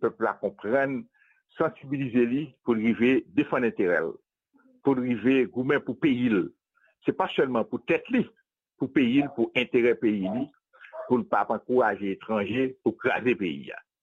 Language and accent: French; Haiti; Là, on est haïtien, un peu partout, à travers diaspora, République dominicaine, Chili, Brésil, Mexique, États-Unis, Canada, la France même.